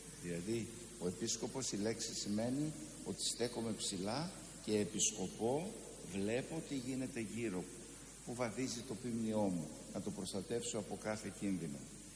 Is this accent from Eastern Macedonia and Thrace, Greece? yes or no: yes; Drama, Eastern Macedonia and Thrace, Greece